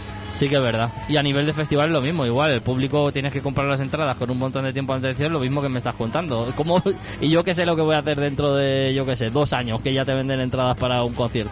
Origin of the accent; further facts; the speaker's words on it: Valencian Community, Spain; Yo soy valenciano, pero me he ido allí a magdalenas